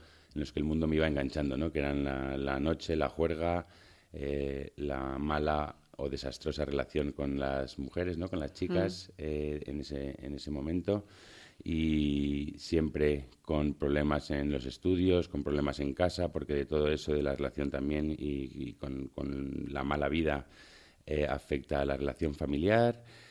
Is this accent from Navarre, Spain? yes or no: no; Madrid, Community of Madrid, Spain; born there; nací en Madrid, aunque uh-huh. Mi familia viene del norte, de Bilbao, y las raíces de mi madre también son del norte. Siempre hemos tenido la familia, la base en Madrid.